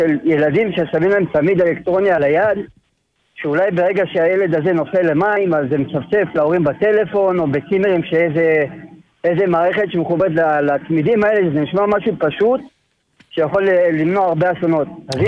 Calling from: Rehovot, Central District, Israel; אני לא בקייקים, אני נמצא ברחובות.

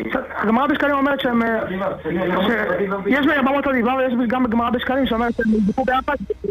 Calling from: Bnei Brak, Tel Aviv District, Israel

